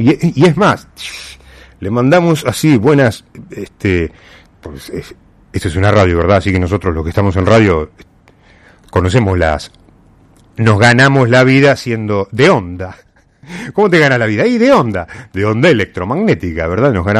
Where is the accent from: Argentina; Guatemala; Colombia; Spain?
Argentina; porque ante todo somos argentinos y ya éramos argentinos hasta incluso antes del inicio del mundial.